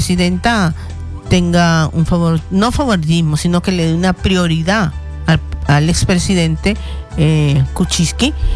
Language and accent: Spanish; Peru; soy peruana.